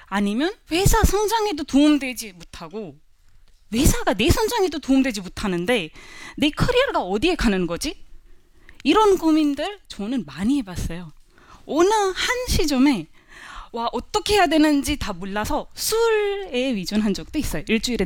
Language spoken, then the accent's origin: Korean; India; Korean is a second language; moved away as an adult; now in South Korea; 인도에서 온